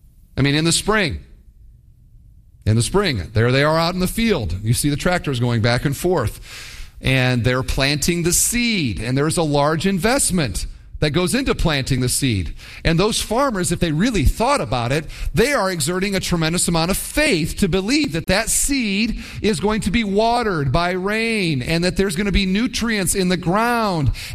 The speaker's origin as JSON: {"language": "English", "region": "Iowa", "country": "United States", "said": "When I say I'm from Iowa, I will often hear, oh, did you grow up on a farm? That's what they automatically will say. And the answer is no."}